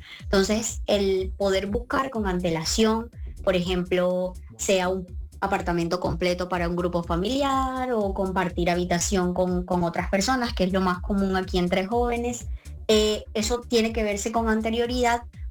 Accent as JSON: {"language": "Spanish", "country": "Colombia", "moved": "yes"}